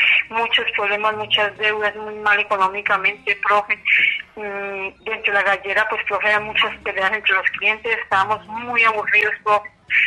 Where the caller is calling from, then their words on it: La Palma, Cundinamarca, Colombia; profe, lo estoy llamando desde La Palma, Cundinamarca